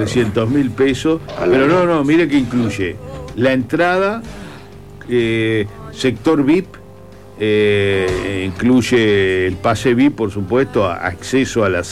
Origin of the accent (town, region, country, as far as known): Uruguay